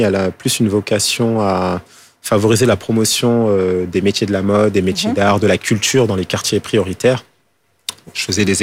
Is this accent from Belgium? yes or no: no; Île-de-France, France; J'ai grandi, je suis né à Paris 18e, mais j'ai grandi en banlieue